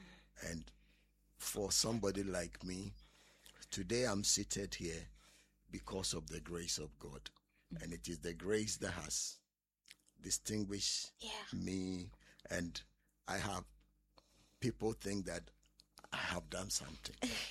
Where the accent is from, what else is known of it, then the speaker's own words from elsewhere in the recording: Sunyani, Bono, Ghana; I am a typical Ashanti man, but I grew up in Sunyani.